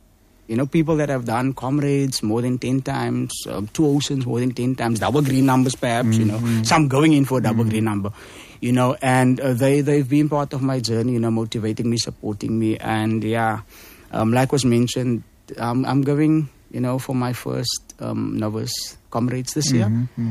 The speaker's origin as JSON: {"language": "English", "town": "Cape Town", "region": "Western Cape", "country": "South Africa", "said": "I'm from Mitchell's Plain, you know, Titans is there"}